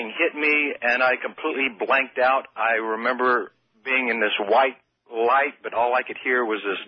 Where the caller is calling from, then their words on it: Baton Rouge, Louisiana, United States; I'm from Baton Rouge, Louisiana.